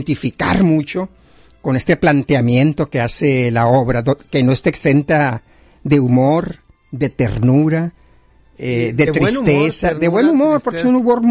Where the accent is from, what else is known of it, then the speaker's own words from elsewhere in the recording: Sinaloa, Mexico; Yo soy más sinaloense que … Yo soy más sinaloense